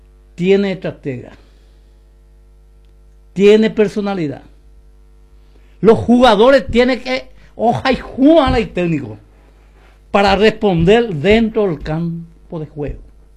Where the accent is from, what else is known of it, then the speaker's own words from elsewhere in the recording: Paraguay; somos paraguayos